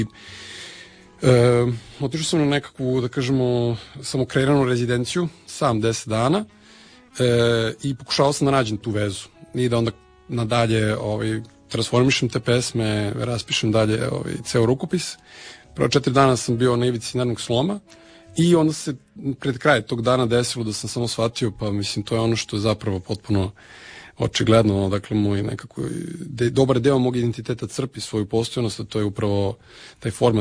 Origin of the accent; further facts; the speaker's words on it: Novi Sad, Vojvodina, Serbia; born there; iako jesam rođen u Srbiji, neko koji pripadam, kao i sam rođen u Novom Sadu zapravo